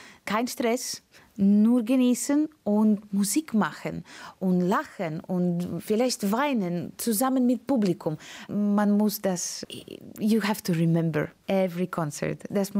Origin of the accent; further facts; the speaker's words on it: Latvia; German is a second language; moved away; Ich komme aus Lettland, also das Wetter ist dasselbe.